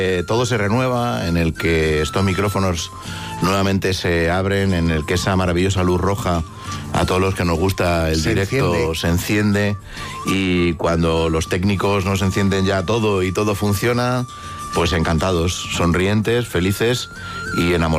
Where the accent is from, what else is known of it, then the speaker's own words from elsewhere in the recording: Cantabria, Spain; Siendo cántabros, ¿no?